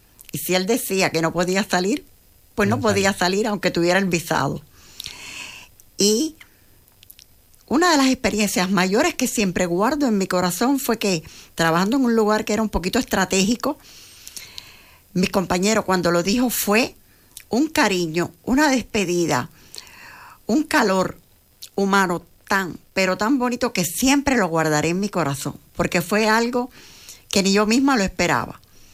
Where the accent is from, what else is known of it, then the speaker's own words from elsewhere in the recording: Cuba; moved away; Vivíamos y yo no quería vivir en Cuba. Realmente no quería vivir, no porque no amara mi tierra, porque la amo mucho y la extraño.